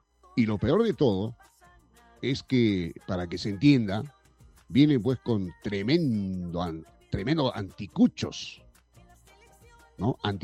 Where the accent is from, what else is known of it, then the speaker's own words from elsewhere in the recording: Peru; Así somos los peruanos.